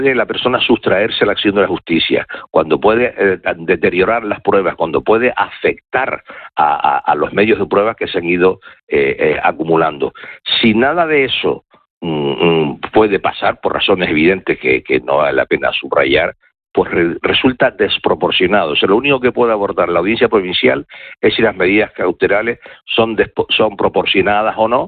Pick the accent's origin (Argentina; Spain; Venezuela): Spain; como en general somos los españoles